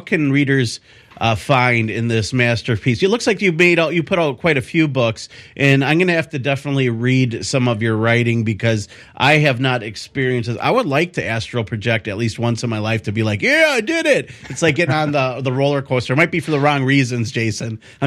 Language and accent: English; Milwaukee, Wisconsin, United States; me and you have almost the same accent, because I'm from Milwaukee, Wisconsin there.